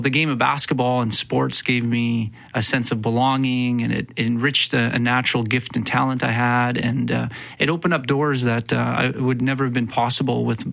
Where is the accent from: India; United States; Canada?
Canada; Winnipeg, Manitoba; Yeah, I was born in Winnipeg's North End. Actually, my dad raised me as a single father.